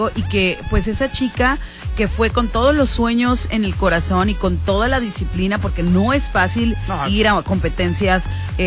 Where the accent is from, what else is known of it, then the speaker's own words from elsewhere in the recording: Mexico; Pero nosotros como mexicanos siempre, a diferencia de otros países, recibimos a todos con los brazos abiertos